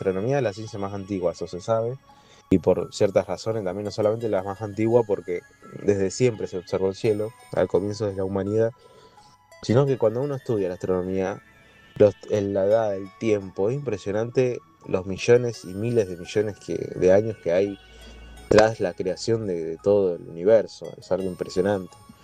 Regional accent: Rosario, Santa Fe, Argentina; de Rosario, seguimos con la columna de astronomía

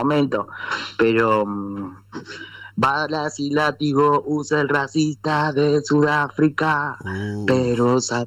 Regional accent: Córdoba, Argentina; born there; moved away as an adult; also born or lived in Buenos Aires; nací acá en Córdoba. Mira. Y bueno, como a los 20 me fui a Buenos Aires, hacía un viaje, de esos viajes que uno no planea. Y bueno, me quedé mucho tiempo ahí.

